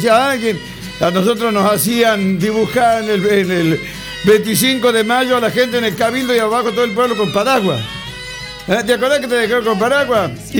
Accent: Tucumán, Argentina; un canto a mi tierra

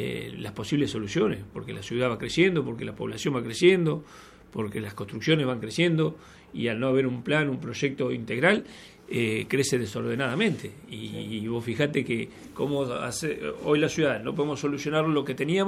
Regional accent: Quequén, Buenos Aires Province, Argentina; soy de Quequén

